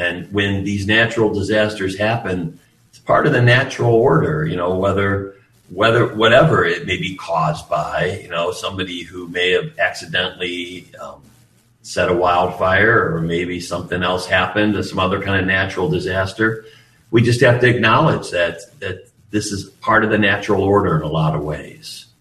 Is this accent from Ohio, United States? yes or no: yes; Cleveland, Ohio, United States; I grew up in the Cleveland area.